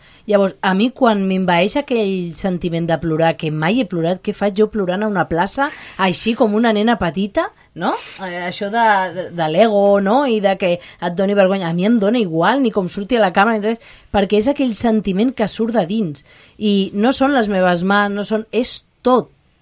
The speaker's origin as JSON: {"language": "Catalan", "region": "Catalonia", "country": "Spain", "said": "som catalans, tenim una tradició"}